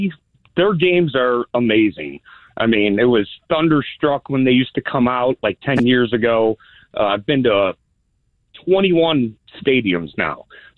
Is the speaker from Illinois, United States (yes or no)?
yes; Villa Park, Illinois, United States; born there; I bleed Cubby Blue from Villa Park. Villa Park Cubs were my first Little League team.